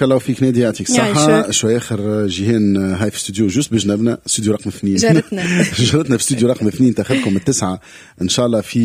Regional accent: Tunisia; ما عندناش اللغة الإسبانية اللي هنا في تونس

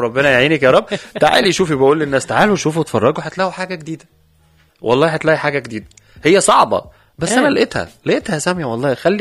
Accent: Egypt; now in Tunisia; انا مصري عايش في تونس خلاص, ففاهم التونسي.

